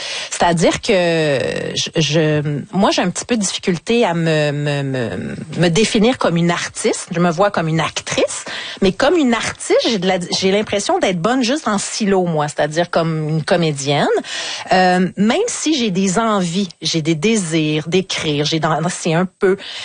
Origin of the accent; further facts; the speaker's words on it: Quebec City, Quebec, Canada; moi je viens de la ville de Québec. Charlebourg.